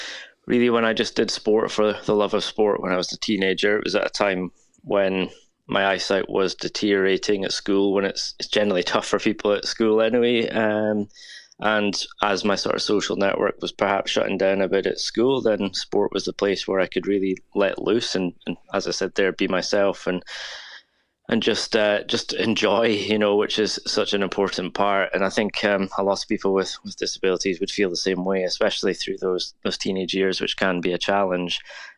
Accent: Scotland, United Kingdom; as a Scot racing in Scotland in front of a Scottish crowd

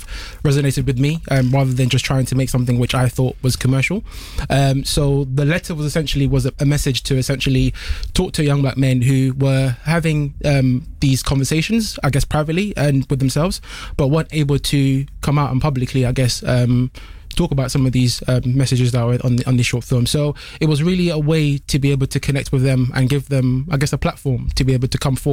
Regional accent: London, United Kingdom; So I started to reflect at my time in secondary school growing up in London

